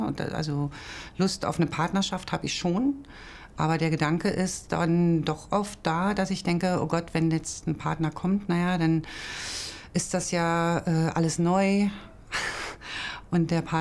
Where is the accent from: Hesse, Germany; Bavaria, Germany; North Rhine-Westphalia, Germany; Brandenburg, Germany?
Brandenburg, Germany; Falkensee; ich bin 51 Jahre alt, ich komme aus Falkensee